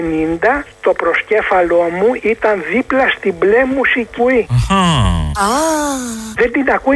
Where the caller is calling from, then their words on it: Ionian Islands, Greece; Είμαι από το Παλαβονίσι.